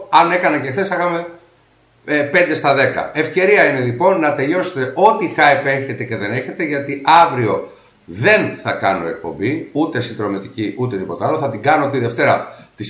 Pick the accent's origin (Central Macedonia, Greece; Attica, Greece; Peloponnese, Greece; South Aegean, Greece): Attica, Greece; Nea Smyrni; also born or lived in Corfu / Epirus; Η καταγωγή μου, ναι μεν βέβαια είναι Κέρκυρα και Ήπειρο, αλλά εδώ που έμενα και γεννήθηκα ουσιαστικά είναι στη Νέα Σμύρνη.